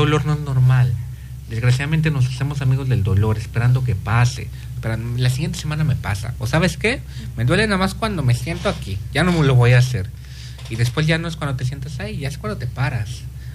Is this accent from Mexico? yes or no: yes; Mexico; moved away; Soy mexicano.